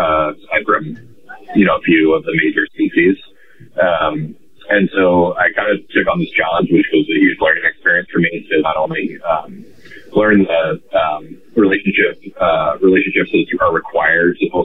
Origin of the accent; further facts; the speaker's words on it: Oregon, United States; also born or lived in Ashland, Oregon / Cloverdale, Oregon (Oregon coast); now in Portland, United States; I was born in Ashland and raised in Southern Oregon. My dad's a logger. My grandfather and my dad are both loggers, and they own a company. So I moved around a little bit around Oregon as a kid